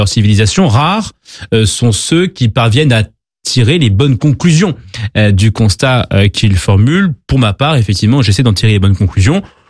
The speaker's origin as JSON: {"language": "French", "town": "Paris", "region": "Île-de-France", "country": "France", "tie": "born there", "said": "Et donc moi, je suis né à Paris, en France, dans les années 90."}